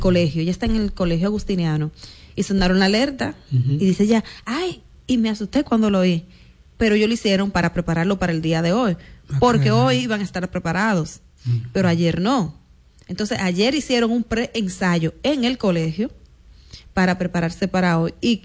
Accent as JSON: {"language": "Spanish", "country": "Dominican Republic"}